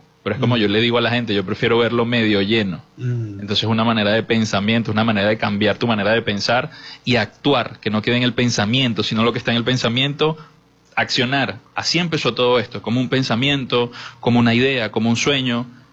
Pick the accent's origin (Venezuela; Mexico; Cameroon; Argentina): Venezuela; Porque somos los mismos, es mi gente, es mi tierra.